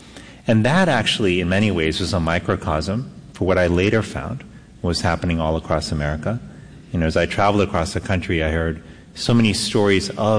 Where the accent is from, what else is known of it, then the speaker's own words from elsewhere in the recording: Miami, Florida, United States; so many times when people realize that I was born in Miami and brought up in Miami, they say, you don't really look like someone who's from Miami.